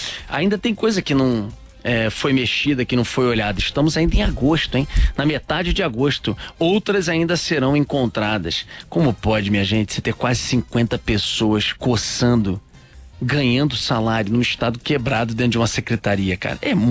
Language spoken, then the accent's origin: Portuguese; Rio de Janeiro, Brazil; dá vergonha como carioca, como fluminense